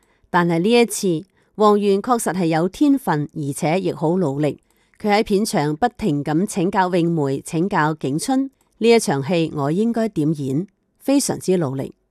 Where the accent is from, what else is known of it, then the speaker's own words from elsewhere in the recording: Qingdao, Shandong, China; also born or lived in Beijing; 我说我也是青岛，我们都在北京太久了，讲话都没什么乡音了。